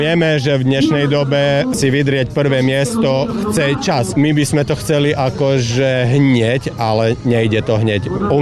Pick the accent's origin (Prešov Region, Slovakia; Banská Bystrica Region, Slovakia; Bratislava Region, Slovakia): Prešov Region, Slovakia; Vranov nad Topľou District; keďže som z Vranovského okresu